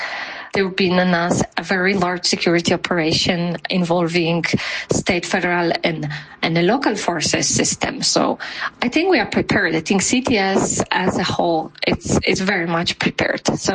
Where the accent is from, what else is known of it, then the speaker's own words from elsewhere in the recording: Poland; English is a second language; now in Guadalajara, Mexico; I am from Poland originally, but I've been living in Guadalajara for the past 20 years.